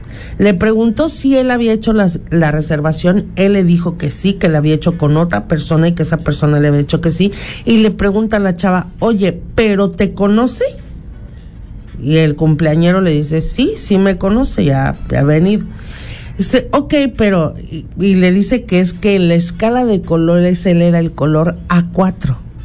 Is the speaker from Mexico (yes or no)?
yes; Mexico City, Mexico; Espérame, pues si esta es mi tierra, yo vivía aquí antes.